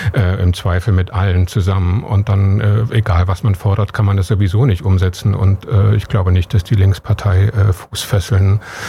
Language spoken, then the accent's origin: German; Leipzig, Saxony, Germany; born there; Ich bin ja tatsächlich auch damit aufgewachsen im Stadion. Wir hatten an Leipzig so ein schönes Stadion, wo ich als Kind immer ganz vorne gestanden habe.